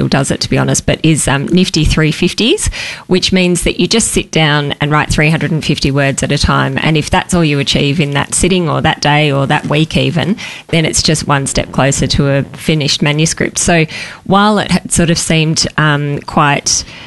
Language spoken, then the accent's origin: English; Melbourne, Victoria, Australia; moved away as an adult; also born or lived in Western Australia; Actually, I was born in Melbourne, grew up in Melbourne, and then moved to WA when I'd finished school.